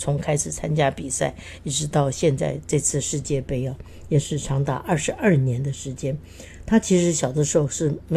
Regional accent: Keelung, Taiwan; also born or lived in Taipei; 一个在基隆长大的一个小不拉几的一个孩子能够到台北来念书，

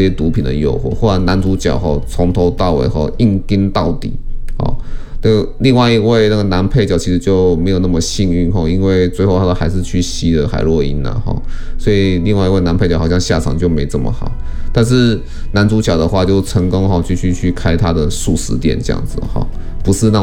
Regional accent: Taiwan; 但是他是我们台湾人拍的

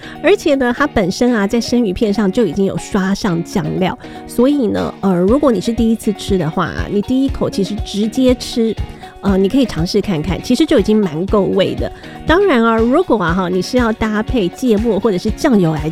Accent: Taiwan; 对于我们台湾人来说啊

